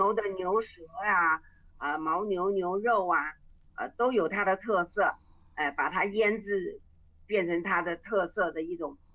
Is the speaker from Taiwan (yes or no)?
yes; Taiwan; 就像我们台湾人吃的这个那个什么，仙草，对吧？